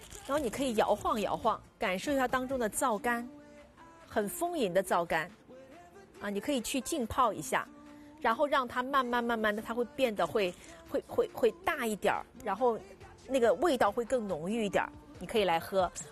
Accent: Jiangxi, China; 像我们江西人吃辣是很厉害的

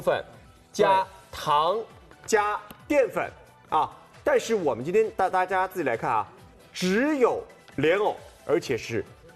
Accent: Hangzhou, Zhejiang, China; 因为我在杭州从小是在宝石山旁边，就是那个钱红处纪念钱红处的那个宝处山

